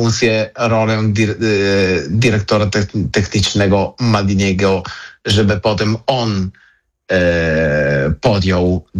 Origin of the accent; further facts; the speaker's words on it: Italy; Polish is a second language; bo jestem Włochem i wiem, jak Włosi czasami zachowują